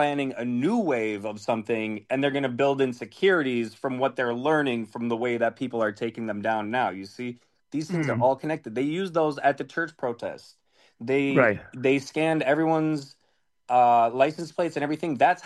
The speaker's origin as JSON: {"language": "English", "town": "Minneapolis", "region": "Minnesota", "country": "United States", "tie": "born or raised there", "said": "growing up in Southside in Minneapolis"}